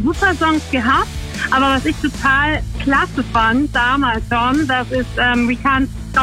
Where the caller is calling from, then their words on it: Hirschberg an der Bergstraße, Baden-Württemberg, Germany; Ich bin aus Hirschberg-Lotushausen, zwischen Heidelberg und Weinheim.